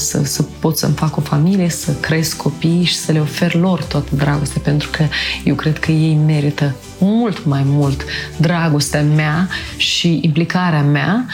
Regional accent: Moldova; am fost născută în Republica Moldova și am fost crescută acolo

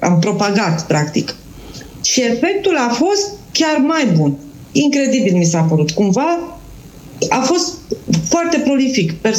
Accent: Bucharest, Romania; Eu fiind în București, eu sunt din București.

